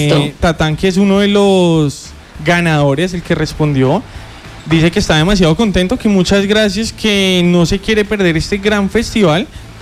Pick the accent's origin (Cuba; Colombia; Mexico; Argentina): Colombia; Bogotá; yo soy de Bogotá